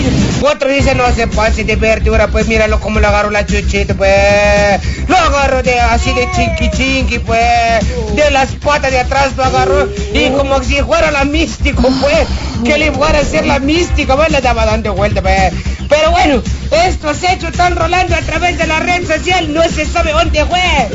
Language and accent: Spanish; Mexico; Ya viste cómo somos los mexicanos